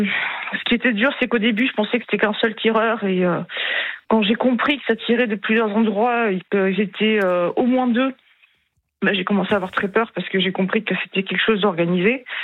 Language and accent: French; Montpellier, Occitanie, France; je suis originaire de Montpellier.